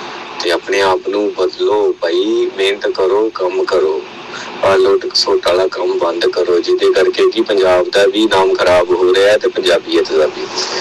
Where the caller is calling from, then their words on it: Oman; From Oman ਤੋਂ।